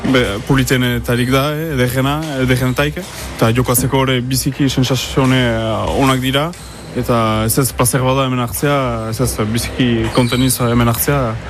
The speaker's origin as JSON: {"language": "Basque", "town": "Saint-Étienne-de-Baïgorry", "region": "Nouvelle-Aquitaine", "country": "France", "said": "25 urtetut, eta Baigorrikoan iz."}